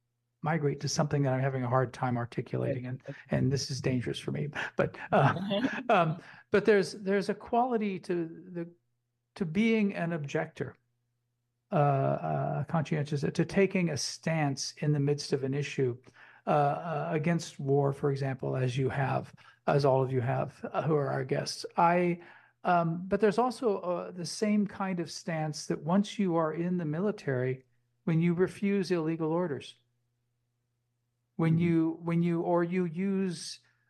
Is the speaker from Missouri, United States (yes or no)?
yes; Missouri, United States; when I was growing up in Northwest Missouri